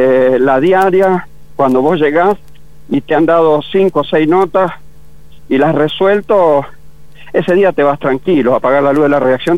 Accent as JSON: {"language": "Spanish", "region": "San Juan", "country": "Argentina", "said": "soy sanjuanino"}